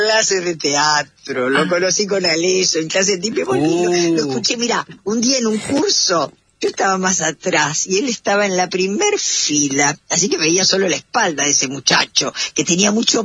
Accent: Buenos Aires, Argentina; nací en la ciudad de Buenos Aires, y los primeros años, hasta los 9 años, vivíamos con mi mami y con mi papá en la casa con mis abuelos

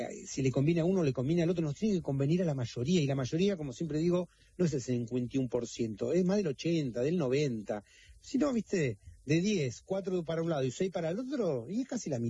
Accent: Argentina

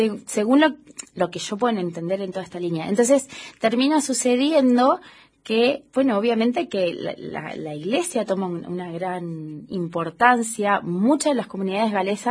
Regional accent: Argentina; Como los argentinos tomamos mucho

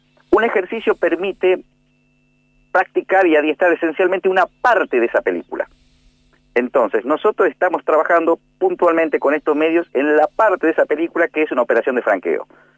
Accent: Rosario de Lerma, Salta, Argentina; now in Entre Ríos, Argentina; soy de Salta

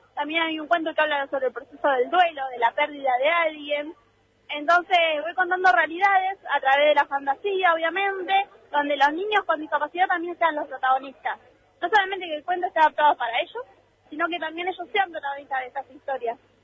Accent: Chacabuco, Buenos Aires Province, Argentina; Soy de Buenos Aires, de la localidad de Chacabuco, del interior de la provincia.

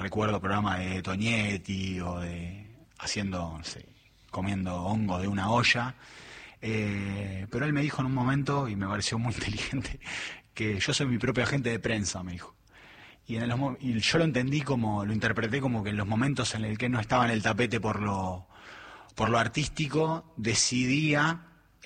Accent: Buenos Aires, Argentina; No, yo no soy, yo soy del, yo viví toda mi vida en el barrio del Abasto, pero laburé mucho

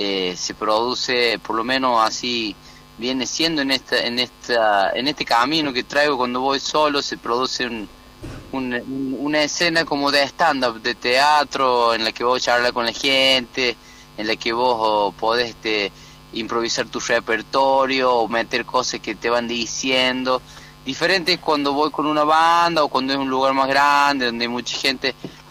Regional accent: Villa Dolores, Córdoba, Argentina; yo soy del interior de Córdoba y no tenemos la pasión futbolera por el equipo. Yo soy de Comercio, de Villa Dolores, imagínate.

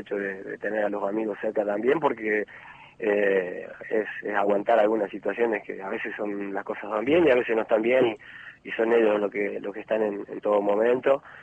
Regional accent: Chilecito, La Rioja, Argentina; yo soy de acá, crecí acá en Chilecito

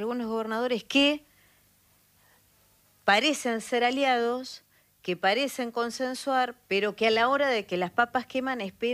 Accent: Argentina; Y que habla mucho de cómo somos los argentinos.

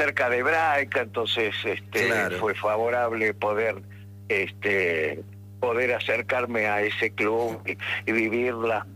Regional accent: Buenos Aires, Argentina; born there; Nací en el barrio de Versalles.

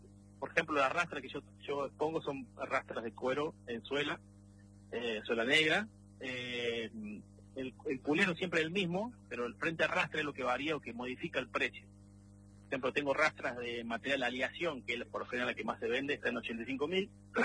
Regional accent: Córdoba, Argentina; Soy de Córdoba.

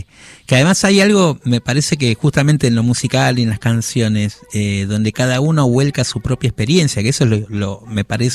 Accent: Argentina

